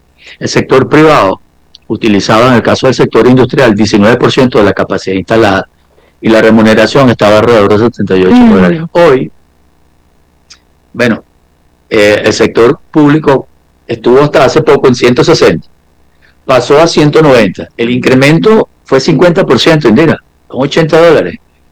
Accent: Caracas, Capital District, Venezuela; born there; Yo nací en los Magallanes de Catia.

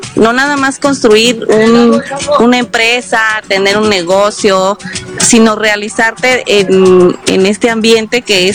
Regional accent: Mexico City, Mexico; estamos en el bosque de Chapultepec, el que querían conquistar pero no lo lograron. El gol de mi vida es haber crecido en este bosque.

